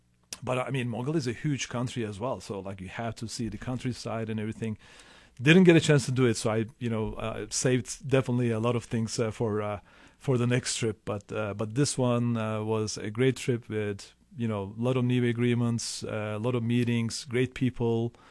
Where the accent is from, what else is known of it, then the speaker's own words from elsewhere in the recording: Turkey; the background is that you know, growing up in Turkey, during a time when Turkey started opening up to the rest of the world, right?